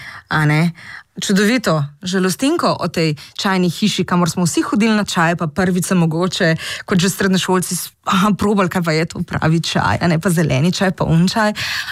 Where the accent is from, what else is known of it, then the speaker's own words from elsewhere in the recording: Ljubljana, Central Slovenia, Slovenia; jaz to občutim kot Ljubljančanka